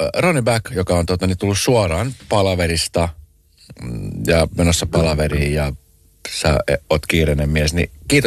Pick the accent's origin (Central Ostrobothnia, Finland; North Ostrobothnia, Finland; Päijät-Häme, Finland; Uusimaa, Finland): Uusimaa, Finland; Espoo; mäkin olen Espoosta